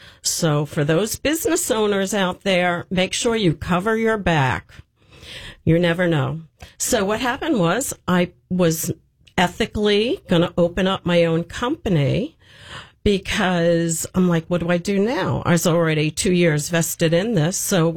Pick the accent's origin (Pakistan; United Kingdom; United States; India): United States; New York City, New York; moved away as an adult; now in Florida, United States; I was from New York City